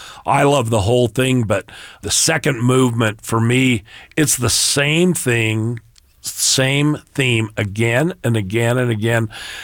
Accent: Spring City, Utah, United States; from Spring City, Utah

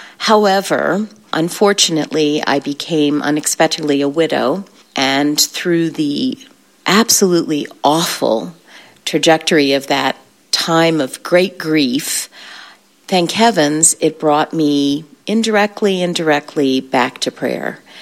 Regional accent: Brazil; My mom is retired now. She was a missionary overseas. I grew up in Brazil.

